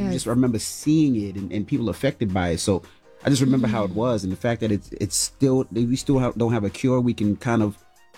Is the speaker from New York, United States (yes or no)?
yes; New York, United States; Because I just remember how me growing up in New York, I know it might be different for everybody, but I felt like it hit New York so heavy.